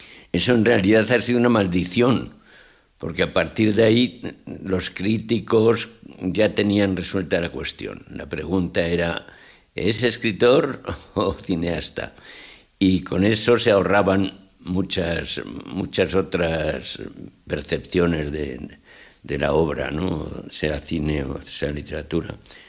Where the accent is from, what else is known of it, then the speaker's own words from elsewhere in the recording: Asturias, Spain; now in Madrid, Spain; ahora me encuentro en Madrid, como estás viendo. pero vengo de Asturias